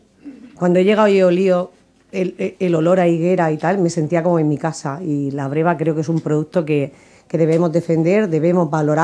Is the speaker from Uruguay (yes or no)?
no; Formentera, Balearic Islands, Spain; Cuando era pequeña había una niña en mi pueblo, en Formentera